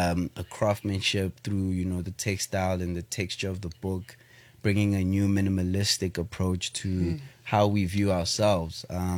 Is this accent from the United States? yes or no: no; South Africa; as a South African